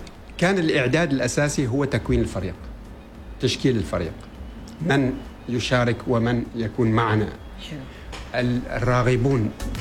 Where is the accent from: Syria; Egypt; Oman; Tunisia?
Oman; إحنا فريق عماني، عمانيون أصليون